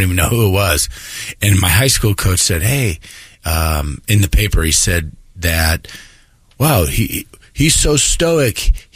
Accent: Oklahoma, United States; born there; So I was born in Oklahoma, actually

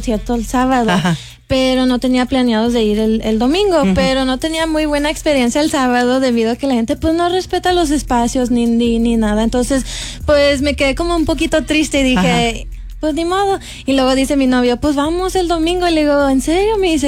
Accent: California, United States; now in El Paso, United States; pues yo soy de California. Entonces, ajá, dije, ¡California! Nunca se me olvidó que soy de aquí.

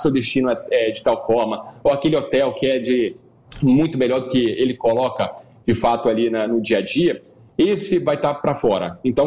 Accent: Rio de Janeiro, Brazil; que a gente sabe como que é viajar para o Rio de Janeiro, que eu sou carioca

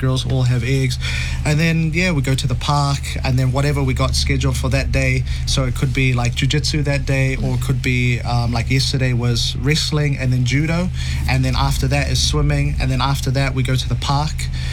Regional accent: New Zealand; born there; obviously we're born here in New Zealand and we represent New Zealand, we're from New Zealand, but, you know, to also to have her Tongan culture, to have my culture, which is predominantly Fijian.

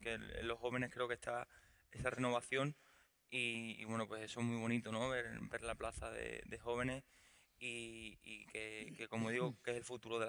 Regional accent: Montánchez, Extremadura, Spain; el pueblo de Montanche, que es mi pueblo.

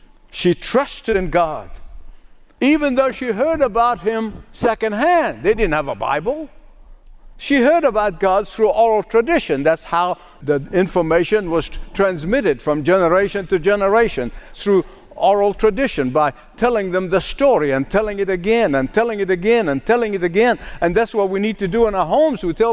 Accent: Egypt; born or raised there

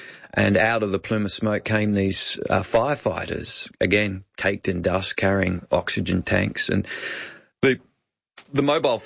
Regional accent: Bendigo, Victoria, Australia; I'm a boy from Bendigo. I was pretty young still then. I hadn't been in the US that long.

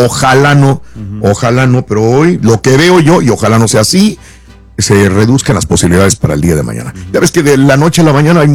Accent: Mexico; ¿Cuánto mandamos los mexicanos de remesas a México?

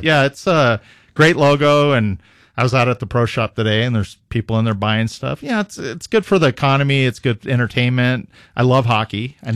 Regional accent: California, United States; moved away as an adult; now in New Mexico, United States; I'm from Southern California. So yeah. I tell people from New Mexico all the time, I grew up in one of the greatest areas in the country, and I wouldn't move back there if you paid me. So I love being here.

